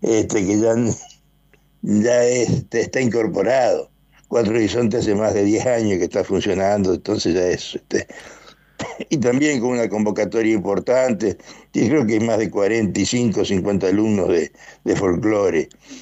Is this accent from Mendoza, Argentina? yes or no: no; San Justo, Santa Fe, Argentina; born there; moved away; San Justo es mi ciudad del corazón, porque yo estudié y hice secundario en San Justo, allí me recibí de maestro.